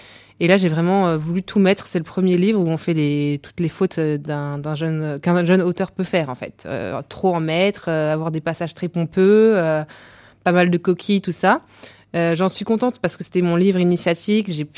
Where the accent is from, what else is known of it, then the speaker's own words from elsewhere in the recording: Niort, Nouvelle-Aquitaine, France; Je suis née à Niort. Je suis vendéenne de cœur.